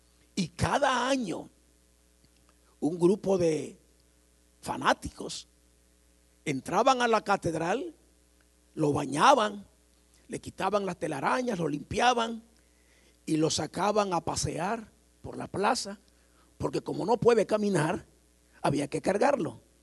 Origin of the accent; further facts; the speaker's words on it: Nicaragua; born there; En el país donde yo nací, hubo una revolución, hubo una guerra, donde murieron 50 mil personas. Para un país pequeño en población, grande en territorio, pero pequeño en población